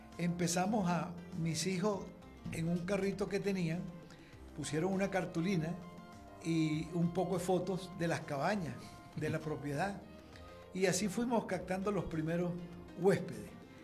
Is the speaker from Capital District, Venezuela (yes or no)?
yes; Caracas, Capital District, Venezuela; born there; Yo soy egresado de Fe y Alegría en Caracas.